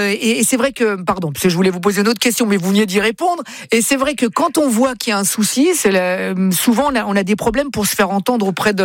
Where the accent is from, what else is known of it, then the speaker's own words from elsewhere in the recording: Italy; mais ça, c'est les Italiens, ça. Et je suis italien, moi, donc bon, voilà.